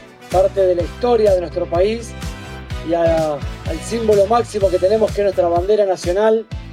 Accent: Santa Fe, Argentina

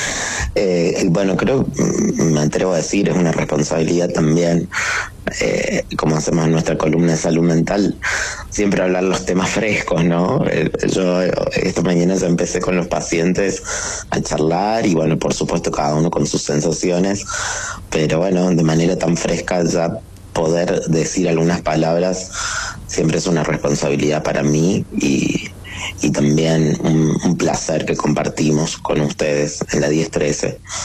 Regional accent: Argentina; Entonces eso es algo hermoso realmente, que como argentinos podemos vivir.

